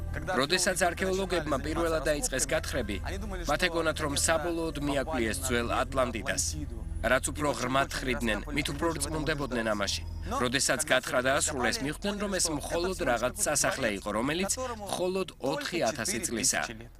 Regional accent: Kyiv, Ukraine; მეც უკრაინიდან ვარ, კიევიდან.

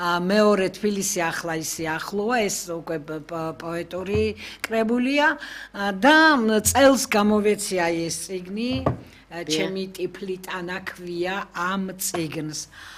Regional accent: Tbilisi, Georgia; მე ჩემი თბილისიდან მოვდივარ, იმ უბნებიდან მოვდივარ, სადაც კარიარი კეტებოდა

